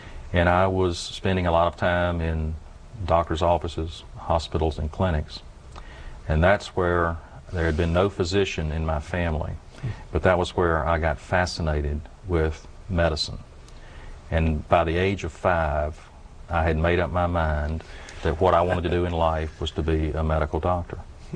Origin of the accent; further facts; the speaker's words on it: Burlington, North Carolina, United States; I grew up in Burlington, which at the time was a sleepy textile town in the late 40s and early 50s, no longer. There was no Catholic presence in my life.